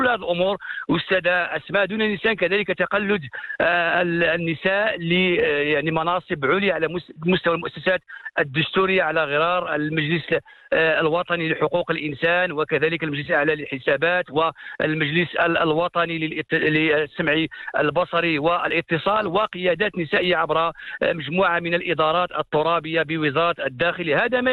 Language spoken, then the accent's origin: Arabic; Morocco